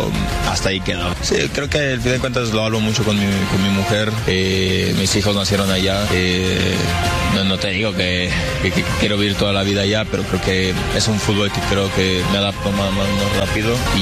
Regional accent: Mexico; y naturalmente te nace, porque somos mexicanos y hay una conexión increíble en eso.

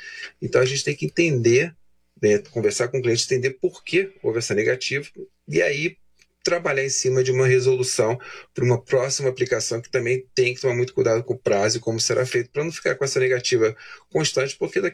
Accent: Brazil; nós somos brasileiros

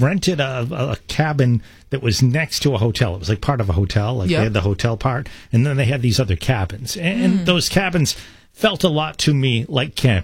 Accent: California, United States; I grew up in California for context and frequently went camping in Yosemite National Park.

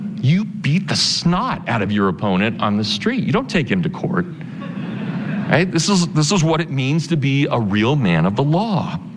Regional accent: Kansas, United States; and I will admit, I'm from Kansas, I'm a Volga German, Russian German stock.

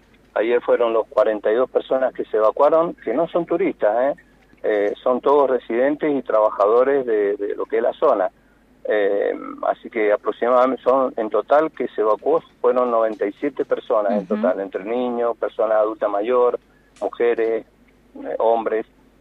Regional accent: Uspallata, Mendoza, Argentina; yo soy nacido y criado en Ushuaia

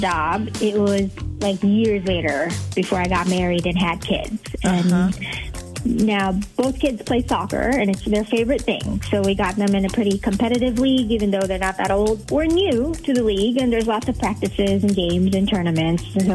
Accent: Sun Prairie, Wisconsin, United States; I'm from Sun Prairie.

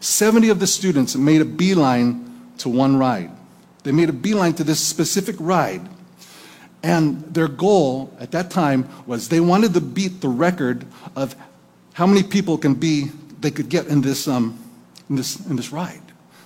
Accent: Napa, California, United States; I'm looking forward to traveling at the end of the month back to Napa, California, my hometown.

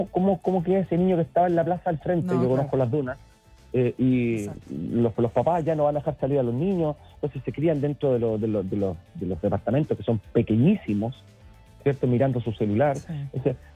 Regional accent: Chile; todo lo que nos, como Estado, como gobierno, como sociedad chilena, hagamos para entender de que ya, como había una frase antigua, Chile cambió, y efectivamente Chile cambió

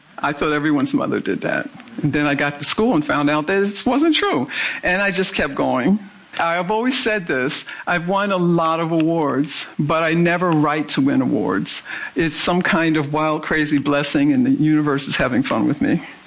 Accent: Philadelphia, Pennsylvania, United States; born or raised there

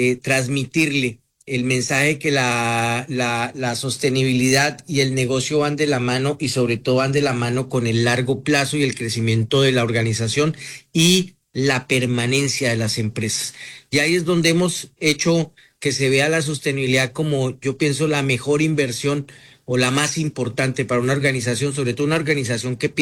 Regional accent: Colombia; now in Mexico; esa raíz no se pierde, y Colombia me dio mis principios. México me ha dado las oportunidades, el crecimiento, una familia, en fin.

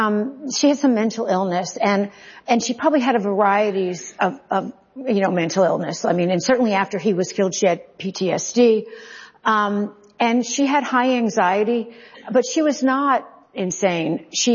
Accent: Brooklyn, New York, United States; born there; I am 92% Italian, but I was born in Brooklyn Jewish Hospital. Don't ask me why, but that's where I was born.

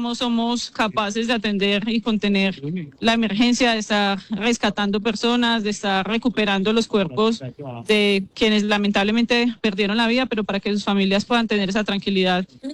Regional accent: Pereira, Risaralda, Colombia; soy pereirana, he vivido siempre aquí

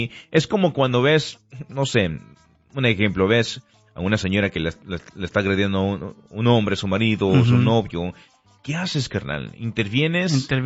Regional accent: Grand Island, Nebraska, United States; yo crecí en Grand Island, Choche.

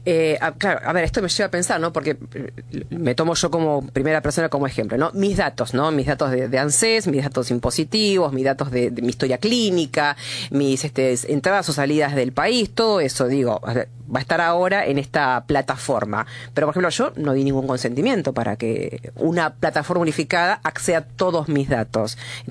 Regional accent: Argentina; nosotros como sociedad, como pueblo argentino

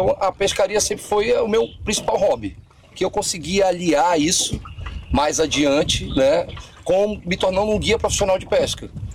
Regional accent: Amazonas, Brazil; eu sou amazonense

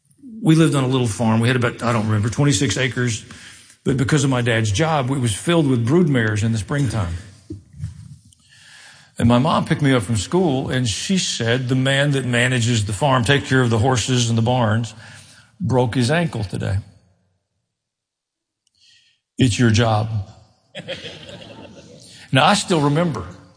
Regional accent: Tennessee, United States; born or raised there

